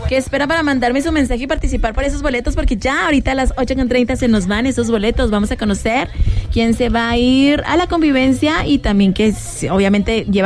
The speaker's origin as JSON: {"language": "Spanish", "region": "Chihuahua", "country": "Mexico", "said": "si soy de Chihuahua, claro, allá arriba el norte"}